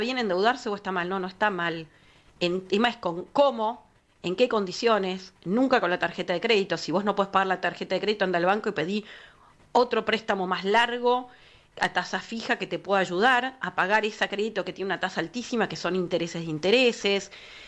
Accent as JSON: {"language": "Spanish", "country": "Argentina"}